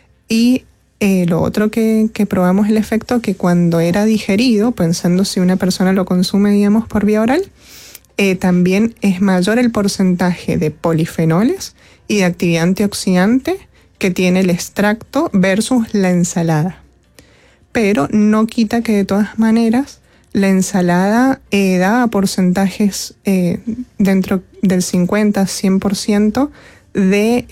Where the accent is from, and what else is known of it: Mendoza, Argentina